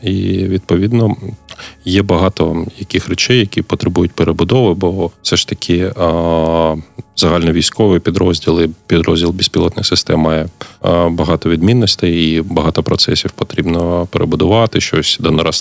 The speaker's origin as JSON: {"language": "Ukrainian", "town": "Konotop", "region": "Sumy Oblast", "country": "Ukraine", "said": "Я взагалі-то з Конотопу, Сумська область."}